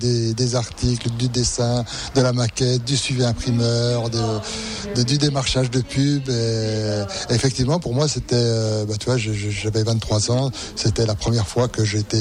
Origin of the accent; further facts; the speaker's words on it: Besançon, Bourgogne-Franche-Comté, France; also born or lived in Lons-le-Saunier; Ouais, mais Lons-le-Saunier, j'y suis juste né, quoi. Après, j'ai grandi à Besançon.